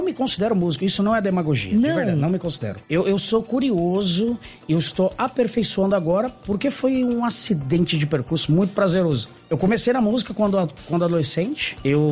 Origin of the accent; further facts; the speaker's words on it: São Paulo, Brazil; eu sou da São Miguel, Curuçá Velha.